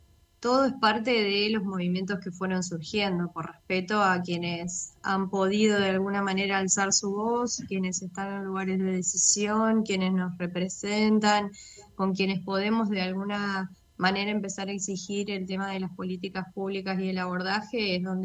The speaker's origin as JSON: {"language": "Spanish", "country": "Argentina", "said": "Nosotros como argentinas y argentinos"}